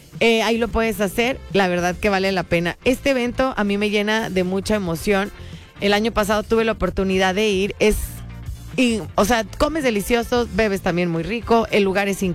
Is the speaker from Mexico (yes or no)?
yes; Mexico; aquí como locales, como mexicanos